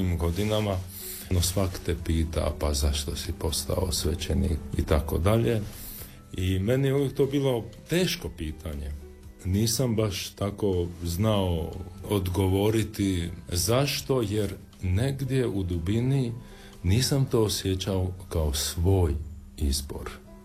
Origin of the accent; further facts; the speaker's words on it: Sinj, Split-Dalmatia County, Croatia; born there; Rođen sam u Sinju s prebivalištem u mjestu Karakašica, to je ovdje 3 km dalje.